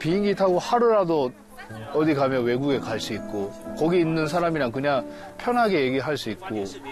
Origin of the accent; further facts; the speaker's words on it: Japan; born there; Korean is a second language; 저도 뭐 일본에서 태어나서 한국 국기 가지고 있는데